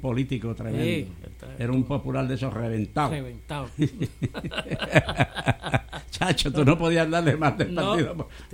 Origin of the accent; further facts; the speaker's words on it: Puerto Rico; now in US Virgin Islands; nuestra isla de Puerto Rico